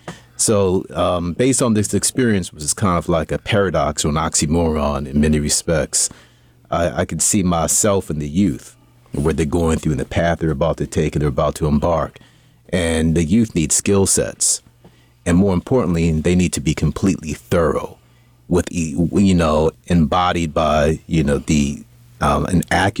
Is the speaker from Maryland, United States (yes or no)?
yes; Baltimore, Maryland, United States; I grew up in Baltimore, born and raised East Side and West Side